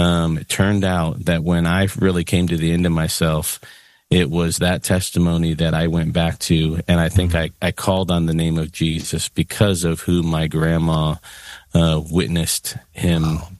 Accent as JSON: {"language": "English", "region": "Illinois", "country": "United States", "tie": "born or raised there", "said": "No, I grew up in the Chicago suburbs"}